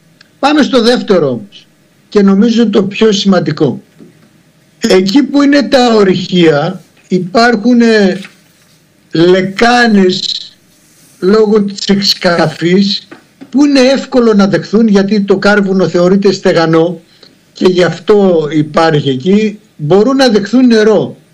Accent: Western Macedonia, Greece; γιατί βλέπετε η καταγωγή μου είναι από την Άουσα, είναι πολύ κοντά στην Πτολεμαϊδα και έχω μεγάλη οικογένεια και στην Πτολεμαϊδα.

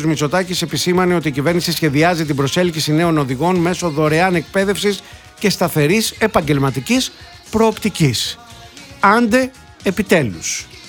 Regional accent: Peloponnese, Greece; now in Athens, Greece; από τη Σπάρτη στα μέρη μας. Στους Μολάους, στη Μονεβασιά

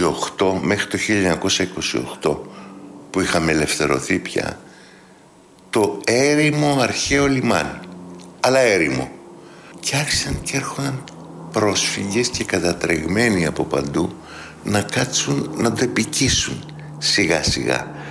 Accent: Piraeus, Attica, Greece; εγώ γεννήθηκα στην μοναδική φαβέλα γκέτο που υπήρξε ποτέ στην Ελλάδα, τα Μανιάτικα.

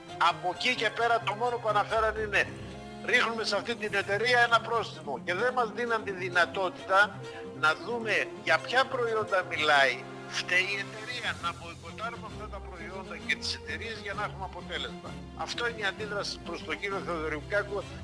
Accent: Greece

